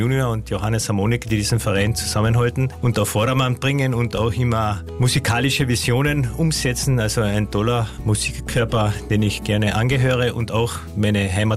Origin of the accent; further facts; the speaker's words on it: Finkenstein am Faaker See, Carinthia, Austria; born there; now in Klagenfurt, Austria; kennen mich eigentlich alle Einsatzorganisationen als … Ich bin gebürtiger Finkensteiner, in Klagenfurt lebend. Und ich bin sehr heimatverbunden, bin auch seit 46 Jahren Mitglied der Trachtenkapelle Finkenstein-Fahrkasse, wo ich das Flügelhorn spiele.